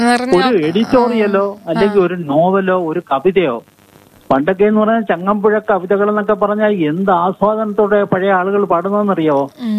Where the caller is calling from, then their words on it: Kollam, Kerala, India; കടപ്പാക്കടയിൽ നിന്നാണ്.